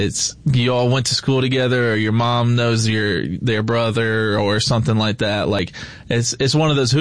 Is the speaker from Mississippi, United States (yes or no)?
yes; Ecru, Mississippi, United States; born there; also born or lived in Tupelo, Mississippi; The town I went to school in, I always say I'm from Tupelo just because that's the place that everyone knows. But Ecru, Mississippi, where North Pontotoc is, you know, that's about 20, 25 minutes from Tupelo.